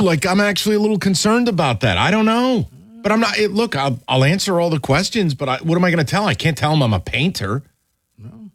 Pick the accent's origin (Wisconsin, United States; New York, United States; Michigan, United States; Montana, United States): New York, United States; Well, I'm from New York State.